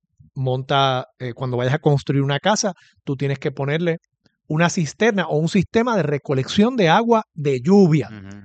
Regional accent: Puerto Rico

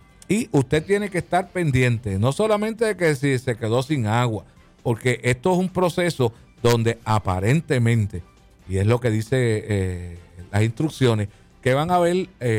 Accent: Puerto Rico; nosotros somos boricuas

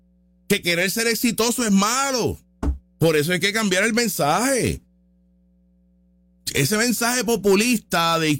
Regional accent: Puerto Rico; yo como puertorriqueño

